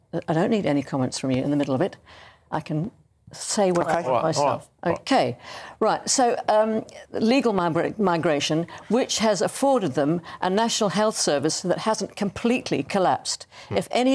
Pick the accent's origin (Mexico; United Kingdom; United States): United Kingdom; I'm British. I was born British, but I have a Polish surname and I have a Polish first name.